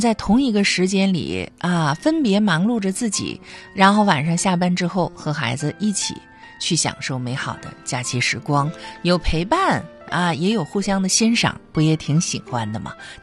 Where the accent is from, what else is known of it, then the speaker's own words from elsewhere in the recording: Northeast China, China; 咱们东北人喜欢的大饼子